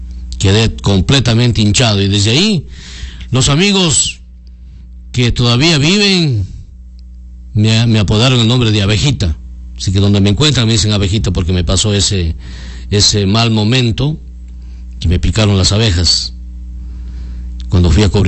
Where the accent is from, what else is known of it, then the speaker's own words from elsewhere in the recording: Loja, Ecuador; moved away; al menos en mi tierra, Loja, se dice ponzoña, no aguja.